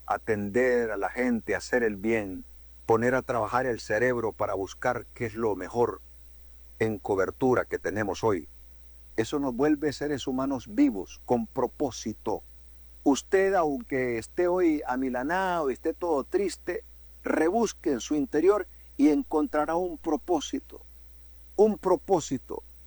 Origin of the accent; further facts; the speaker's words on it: Choluteca, Honduras; born there; now in Tegucigalpa, Honduras; mi pueblo de Cholutec. Yo soy de Cholutec.